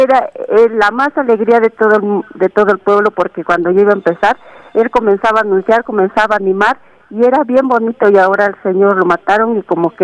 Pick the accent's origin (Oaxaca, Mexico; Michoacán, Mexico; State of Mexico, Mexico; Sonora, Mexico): Oaxaca, Mexico; moved away; yo soy de Oaxaca